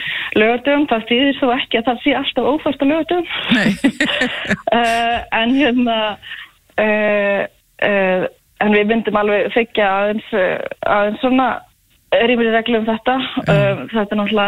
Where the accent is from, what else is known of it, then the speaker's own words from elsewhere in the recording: Hella, Southern Region, Iceland; Nei, ég er það alls ekki ég er sönnlendingur, ég er uppalinn á Helli fluttið hingað 2018